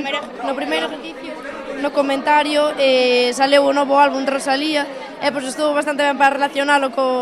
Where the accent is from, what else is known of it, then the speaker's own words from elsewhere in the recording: Boiro, Galicia, Spain; De Boiro, do Ies Praia Barraña.